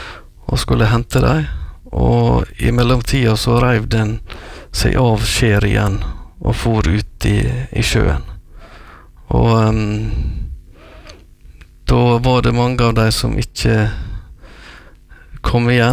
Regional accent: Ulsteinvik, Møre og Romsdal, Norway; born there; hjemme I Stovå på Ulstein

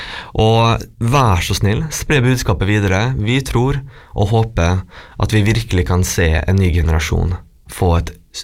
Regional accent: Ålesund, Møre og Romsdal, Norway; Jeg er fra Ålesund

